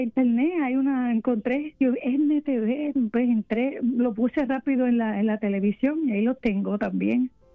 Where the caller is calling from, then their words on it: Fayetteville, North Carolina, United States; Sí, de acá de Carolina, en Fayetteville. Vivo en Fayetteville, cerca aquí de la base de Fort Bragg.